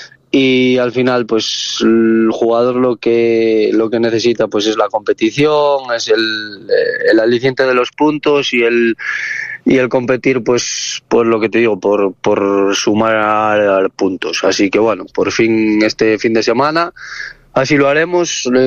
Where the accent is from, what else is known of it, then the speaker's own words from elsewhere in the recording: Ponferrada, Castile and León, Spain; Nosotros somos de Ponferrada, Ponferrada es de Castilla y León, y por nuestra mente pasa competir en Castilla y León.